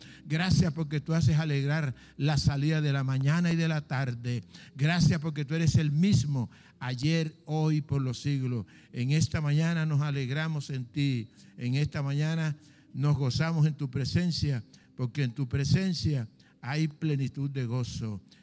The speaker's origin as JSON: {"language": "Spanish", "country": "Colombia"}